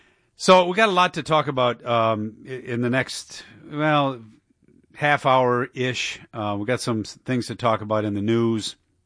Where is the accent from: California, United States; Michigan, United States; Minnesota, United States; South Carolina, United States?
Michigan, United States; Dearborn; and that's the Islamists from my hometown of Dearborn